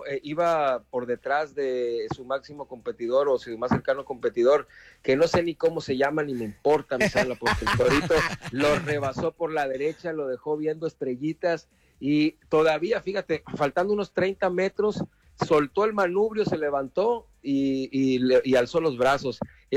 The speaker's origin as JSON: {"language": "Spanish", "country": "Mexico"}